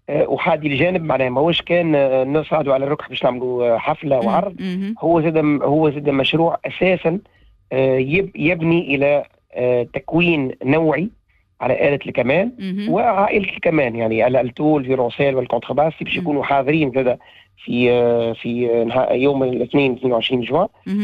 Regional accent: Tunisia; فخر لينا كتوانسة

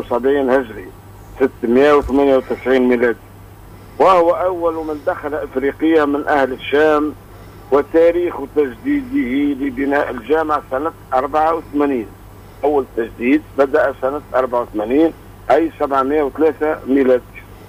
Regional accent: Tunisia; بلادنا تونس

